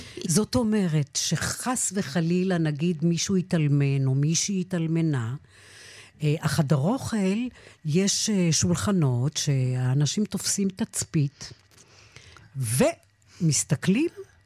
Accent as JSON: {"language": "Hebrew", "region": "Northern District", "country": "Israel", "tie": "born or raised there", "said": "אני גדלתי בקיבוץ, בקיבוץ אפיקים"}